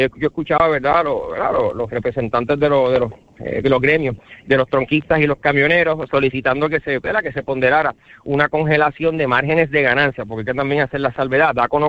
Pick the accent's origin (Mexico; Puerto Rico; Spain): Puerto Rico; Cataño; lógicamente yo soy de Cataño, vivo allí me casé, allí estoy criando a mis hijos.